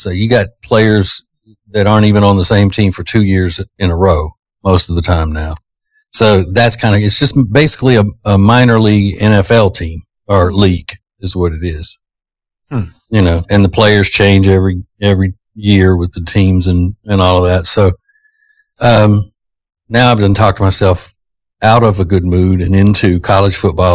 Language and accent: English; Louisiana, United States; I'm from Louisiana.